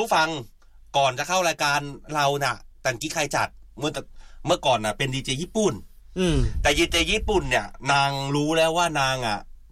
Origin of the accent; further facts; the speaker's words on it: Bangkok, Thailand; พี่เป็นคนภาคกลางพี่เป็นคนกรุงเทพ